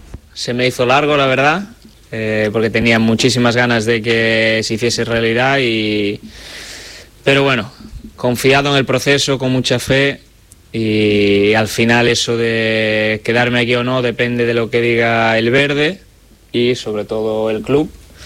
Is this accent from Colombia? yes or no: no; A Coruña, Galicia, Spain